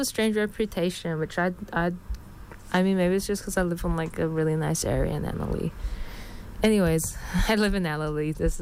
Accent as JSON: {"language": "English", "town": "Canberra", "region": "Australian Capital Territory", "country": "Australia", "moved": "yes", "lives_now": "Brisbane, Australia", "said": "because I'm from Canberra"}